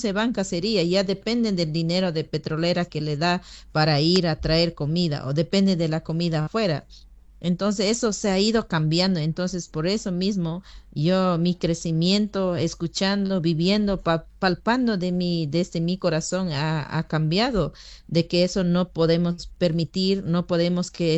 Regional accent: Pastaza, Ecuador; Yo soy Huaorani de Pastaza por el sur.

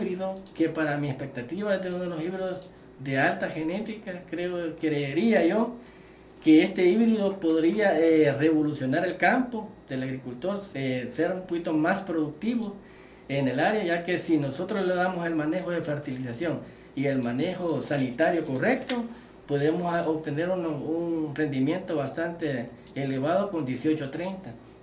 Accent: El Salvador; yo siento que como salvadoreños y agricultores que tenemos en el campo

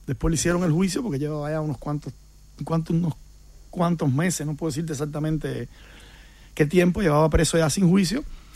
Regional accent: Cuba; born or raised there

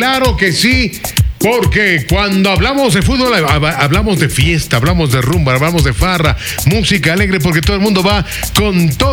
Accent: Ecuador; Así como los ecuatorianos alentamos Ecuador

